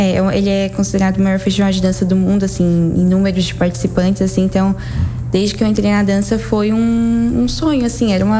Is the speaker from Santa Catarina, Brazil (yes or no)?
yes; Balneário Gaivota, Santa Catarina, Brazil; Eu sou da Gaivota, mas eu estudo aqui em Sombrio